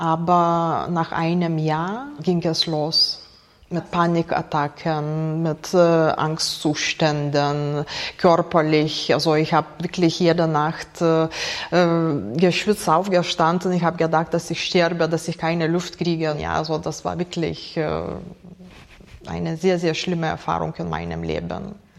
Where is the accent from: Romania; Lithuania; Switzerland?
Lithuania; German is a second language; moved away as an adult; now in Germany; Ich bin aus Litauen 2002 nach Deutschland gekommen mit meinem 7-jährigen Sohn. Ich war 26 Jahre alt.